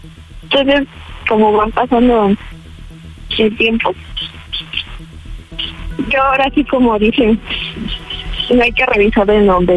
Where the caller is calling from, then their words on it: Nezahualcóyotl, State of Mexico, Mexico; Soy de Nesa